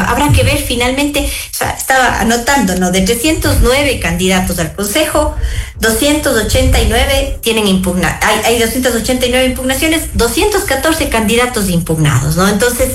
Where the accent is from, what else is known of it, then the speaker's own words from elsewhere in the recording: Ecuador; como ecuatorianos, pues merecemos no merecemos esas esperanzas ciegas